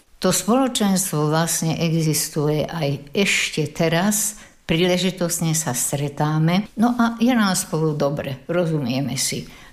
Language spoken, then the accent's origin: Slovak; Bánov, Nitra Region, Slovakia; My sme vlastne verejne u nás v Bánove nič nemohli podniknúť.